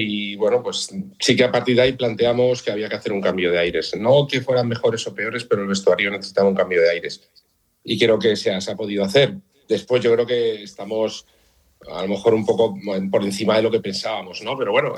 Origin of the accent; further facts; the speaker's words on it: Altea, Valencian Community, Spain; now in Seville, Spain; he podido disfrutar de las fiestas de mi pueblo